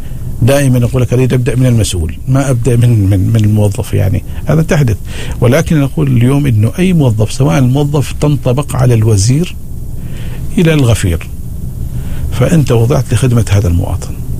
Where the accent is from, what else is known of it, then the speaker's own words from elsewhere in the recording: Oman; أنا أول عماني